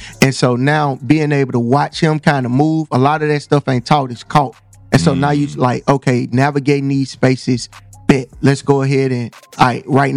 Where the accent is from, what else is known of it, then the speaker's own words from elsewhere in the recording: Birmingham, Alabama, United States; growing up in Avondale, like, we had beef with Inslee because somebody killed your cousin